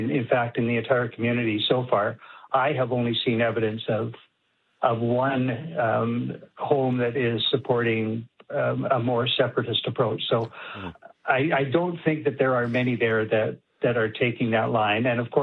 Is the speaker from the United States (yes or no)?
no; Alberta, Canada; as Albertans, as National Park Community residents, and Canadians